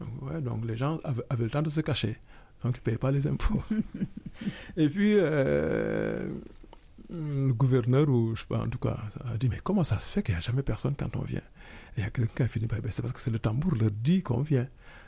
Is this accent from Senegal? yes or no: yes; Senegal